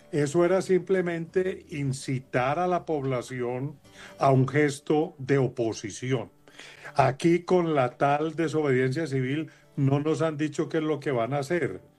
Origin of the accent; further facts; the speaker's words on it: Colombia; somos los colombianos